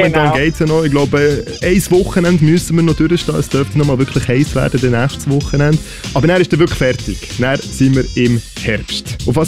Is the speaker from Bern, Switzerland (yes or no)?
yes; Bern, Switzerland; Das Spiel, wo ich als Berner keine Chance habe